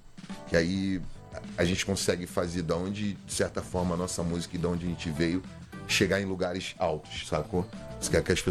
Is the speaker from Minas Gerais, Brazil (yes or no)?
no; Rio de Janeiro, Brazil; Aí falou de um jeito diferente comigo, sou carioca